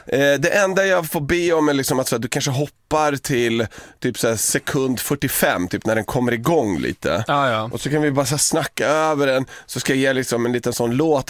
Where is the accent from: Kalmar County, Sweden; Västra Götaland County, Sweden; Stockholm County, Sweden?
Stockholm County, Sweden; Akalla; Jag är uppväxt i Akalla, känt som liksom så lilla Iran, kan man väl nästan säga.